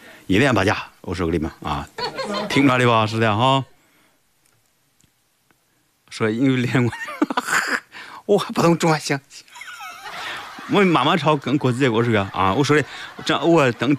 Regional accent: Lianyungang, Jiangsu, China; 我来自江苏连云港，这个老家是光荣的，俺父让光荣拆了，我的老家家乡来自光荣，

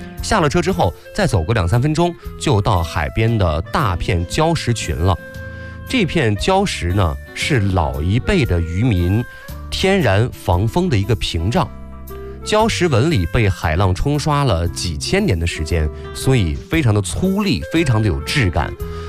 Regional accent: Lianyungang, Jiangsu, China; born there; 就我们本地人，咱们连云港人土生土长的

